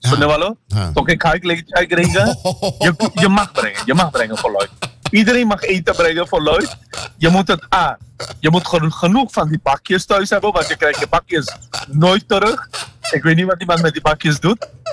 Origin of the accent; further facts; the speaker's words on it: Suriname; Nee, maar luister, ik ben in Suriname opgegroeid.